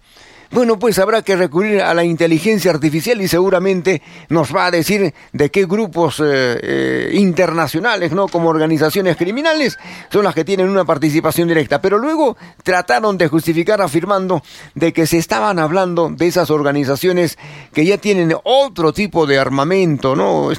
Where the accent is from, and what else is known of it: Peru